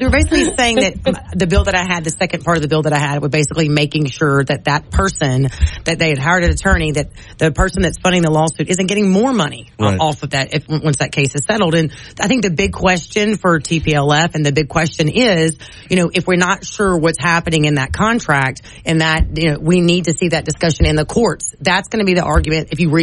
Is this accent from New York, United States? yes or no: no; Louisiana, United States; he heard I was from Louisiana